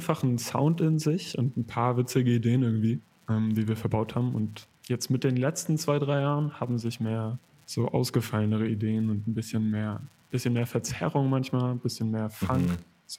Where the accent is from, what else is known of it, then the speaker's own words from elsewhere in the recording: Rostock, Mecklenburg-Vorpommern, Germany; now in Dresden, Germany; Ja, ich aus Rostock.